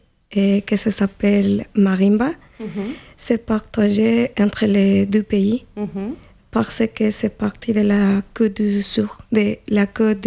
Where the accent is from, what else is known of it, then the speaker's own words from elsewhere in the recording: Ecuador; je suis originaire de l'Équateur.